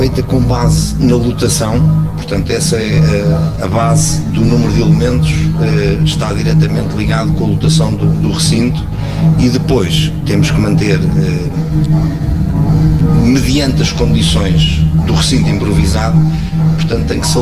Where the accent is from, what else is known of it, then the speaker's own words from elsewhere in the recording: Coimbra, Portugal; sou aqui de Coimbra